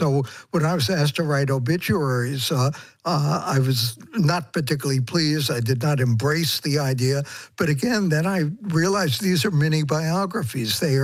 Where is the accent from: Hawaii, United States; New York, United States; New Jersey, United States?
New York, United States; Brooklyn; born or raised there